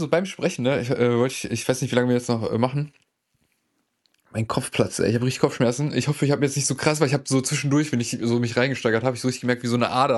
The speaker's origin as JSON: {"language": "German", "region": "North Rhine-Westphalia", "country": "Germany", "lives_now": "Cologne, Germany", "said": "Nee, ich komme aus dem Rheinland, sage ich jetzt mal."}